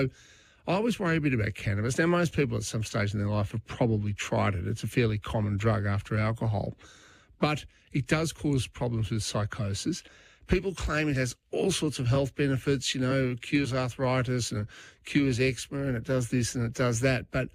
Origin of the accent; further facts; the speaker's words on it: Australia; we as ordinary Australian taxpayers